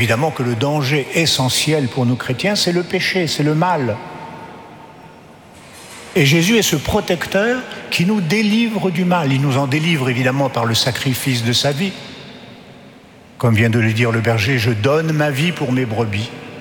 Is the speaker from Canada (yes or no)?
no; Paris, Île-de-France, France; moi je suis parisien